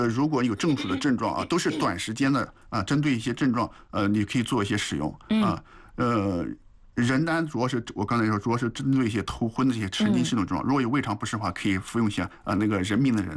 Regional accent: China

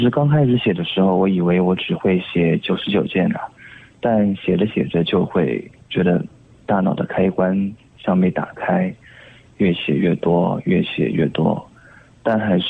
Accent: China; 我们中国人

